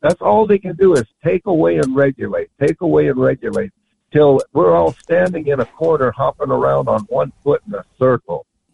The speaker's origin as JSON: {"language": "English", "region": "California", "country": "United States", "tie": "born or raised there", "said": "I grew up in California, okay?"}